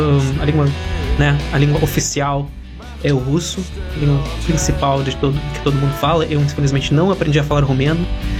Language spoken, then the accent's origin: Portuguese; Transnistria, Moldova; born there; Portuguese is a second language; eu não nasci na Alemanha. Eu nasci em 1990 na Moldávia, naquela época ainda a União Soviética, ou seja, na República Livre Soviética da Moldávia, numa região que hoje em dia se conhece como a Transnistria